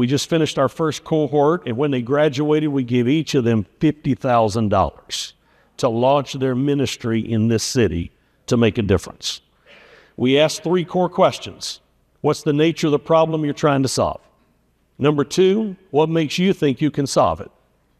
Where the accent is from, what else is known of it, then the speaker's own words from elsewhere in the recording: Appalachia, United States; I grew up in Appalachia where gospel and country music reigned.